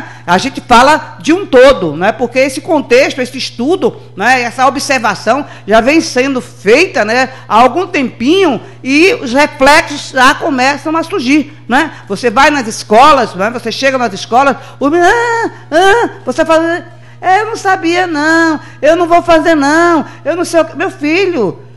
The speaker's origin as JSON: {"language": "Portuguese", "country": "Brazil", "said": "a gente, como brasileiro"}